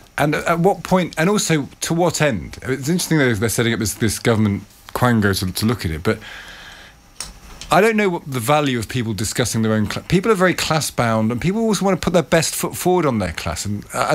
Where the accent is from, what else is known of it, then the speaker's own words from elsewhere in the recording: England, United Kingdom; accent: flat vowels; Well, Kate and I both speak with flat vowels, because we come from the North and the Midlands.